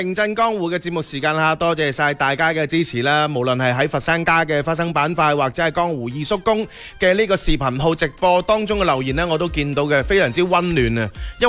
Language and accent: Cantonese; Guangdong, China; 我哋廣東人呢其實係非常之講究嗰啲嘅意頭嘢啊